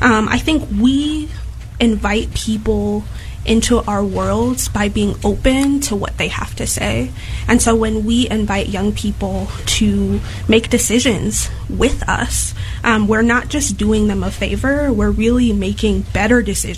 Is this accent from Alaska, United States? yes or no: no; Chicago, Illinois, United States; being a Chicago youth at one point, right? I grew up in Chicago, born and raised.